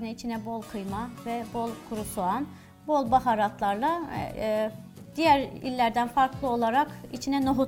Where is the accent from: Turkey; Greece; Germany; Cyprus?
Turkey; Divriği, Sivas